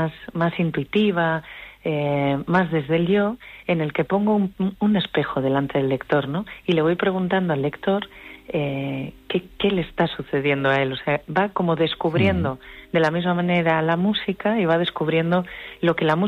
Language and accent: Spanish; Santander, Cantabria, Spain; yo soy de Santander